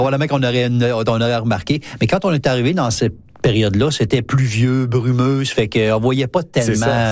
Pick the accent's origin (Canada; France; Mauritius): Canada; Thetford Mines, Quebec; now in Montreal, Canada; On est originaire d'une région de Thetford Mines, oui, qui est dans les Appalaches. Donc, c'est boisé, coteux.